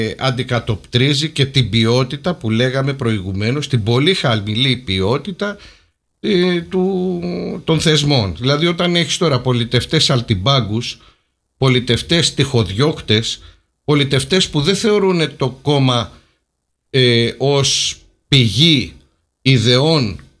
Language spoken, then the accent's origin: Greek; Greece; Βασικά είμαι Έλληνας